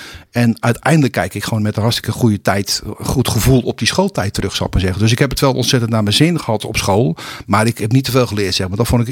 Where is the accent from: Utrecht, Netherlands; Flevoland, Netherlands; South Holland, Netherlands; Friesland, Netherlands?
South Holland, Netherlands; Bodegraven; Daar woonden mijn ouders en daar heb ik zelf ook heel lang gewoond. Dus geboren en getogen Bodegravenaars. En ja, bouwjaar is 1955